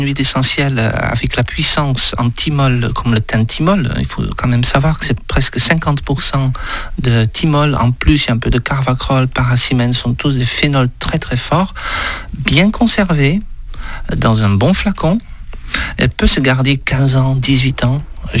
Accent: Le Pompidou, Occitanie, France; Et bien sûr, chez nous, au Pompidou.

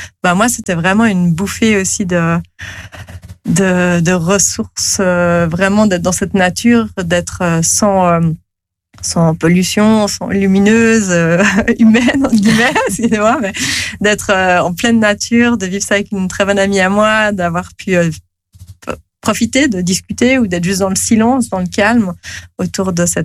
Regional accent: Geneva, Switzerland

